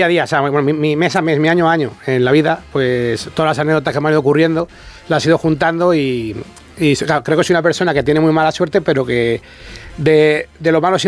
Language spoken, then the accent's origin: Spanish; Aranjuez, Community of Madrid, Spain; accent: Toledo; Pues en mi pueblo, soy de Aranjuez, pero es frontera con Toledo.